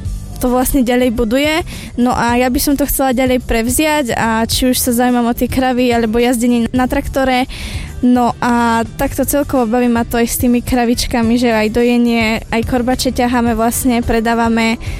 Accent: Liesek, Žilina Region, Slovakia; Pochádzam z Oravy z Liesku konkrétne

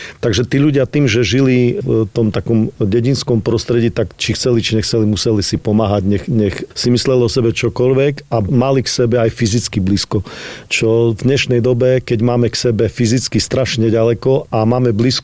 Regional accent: Čečehov, Košice Region, Slovakia; born or raised there

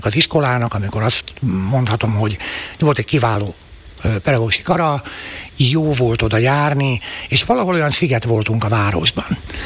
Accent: Šaľa, Nitra Region, Slovakia; Szülővárosom és gyermekkorom Szinkere Vágselje, az a mátyusföldi egykori mezőváros, amelyből aztán később a szocializmus idején egy komoly ipari központ lett.

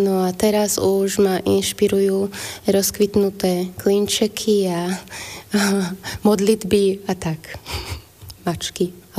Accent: Banská Bystrica, Banská Bystrica Region, Slovakia; also born or lived in Prague; now in Banská Štiavnica, Slovakia; A teraz som skončila, alebo začala na strednom Slovensku, veľmi blízko toho, kde som sa narodila, v Banskej Štiavnici, no ja som z Banskej Bystrice, hrdá Bystričanka

